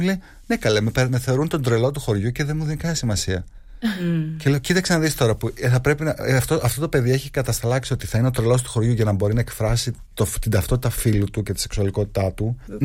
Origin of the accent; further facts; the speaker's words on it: Vathytopos, Eastern Macedonia and Thrace, Greece; born there; moved away; Πριν ένα μήνα είχα πάει στο χωριό μου.